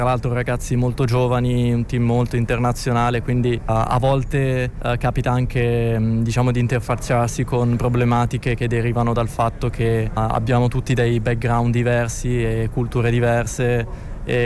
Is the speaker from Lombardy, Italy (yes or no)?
yes; Magenta, Lombardy, Italy; born there; Io sono nato in provincia di Milano, in una Magenta, la città si chiama, poi a 18 anni...